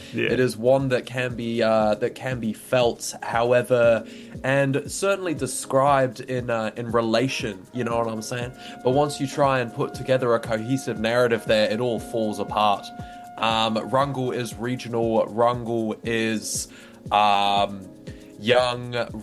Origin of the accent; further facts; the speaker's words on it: Manawatū-Whanganui, New Zealand; now in Wellington, New Zealand; I grew up in the Manawatu.